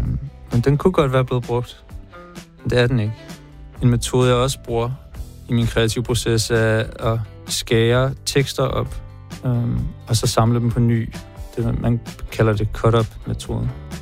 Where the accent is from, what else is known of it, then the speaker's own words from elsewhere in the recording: Copenhagen, Capital Region of Denmark, Denmark; Jeg kommer fra København.